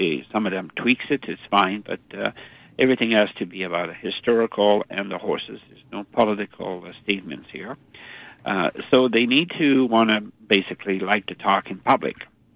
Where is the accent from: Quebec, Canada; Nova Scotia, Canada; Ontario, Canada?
Quebec, Canada; Quebec City; And when I first came here, I'm originally from Quebec City. So when I first came here, I used to love to take my bike every day around the park.